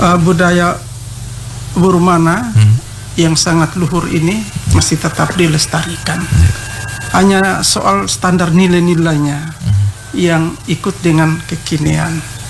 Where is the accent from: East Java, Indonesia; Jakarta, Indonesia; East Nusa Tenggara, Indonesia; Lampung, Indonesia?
East Nusa Tenggara, Indonesia; Tapi kita mencintai budaya kita sehingga kita mempunyai jati diri kita sebagai orang Ende Leo.